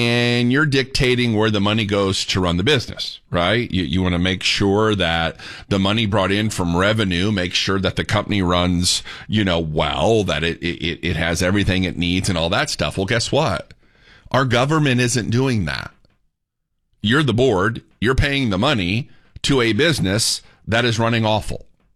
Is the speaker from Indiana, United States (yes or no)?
yes; Indiana, United States; I come from Indiana.